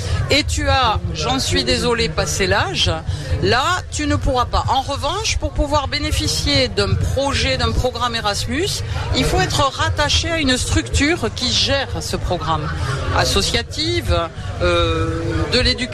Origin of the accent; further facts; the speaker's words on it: France; nous, on est français